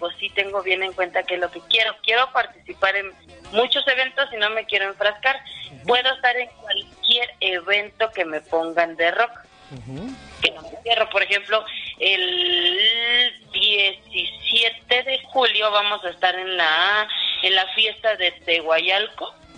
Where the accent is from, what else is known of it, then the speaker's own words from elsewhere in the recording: Salamanca, Guanajuato, Mexico; moved away as an adult; now in Mexico City, Mexico; soy de Salamanca, Guanajuato.